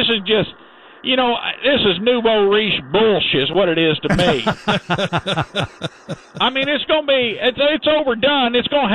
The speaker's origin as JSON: {"language": "English", "country": "United States", "said": "I'm an American. I support our country"}